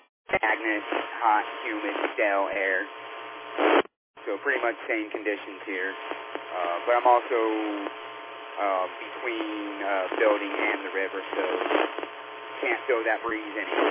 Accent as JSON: {"language": "English", "region": "Missouri", "country": "United States", "tie": "born or raised there", "said": "I grew up in Southwest Missouri, like 2.5-3 hours from Oklahoma City."}